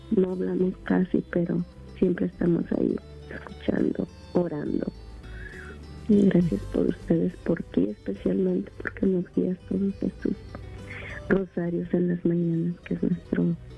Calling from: Yakima, Washington, United States; de Yakima.

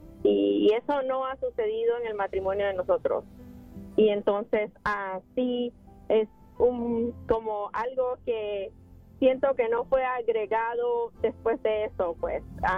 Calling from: Moreno Valley, California, United States; yo vivo en Moreno Valley

